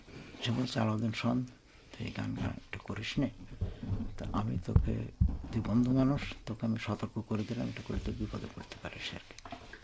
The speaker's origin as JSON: {"language": "Bangla", "region": "Khulna Division", "country": "Bangladesh", "tie": "born there", "said": "আমার বাড়িটা হলো মেন রোডে, মানে যেটা ঢাকা রোড বলে, আর এখন ওর নদীর ওর একটা নাম আছে দর্শনা মুজিবনগর রোড"}